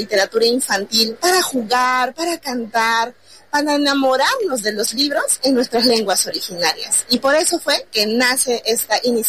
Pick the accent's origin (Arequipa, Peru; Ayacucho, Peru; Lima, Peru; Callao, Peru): Ayacucho, Peru; tal como lo dijo Sol, yo soy de Ayacucho. Es una región ubicada en el centro, en la zona central sur de los Andes peruanos.